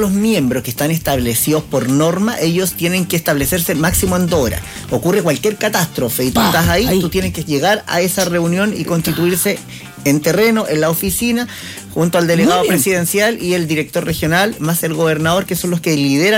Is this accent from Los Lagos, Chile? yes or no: no; Monte Patria, Coquimbo, Chile; yo soy de Montepatria.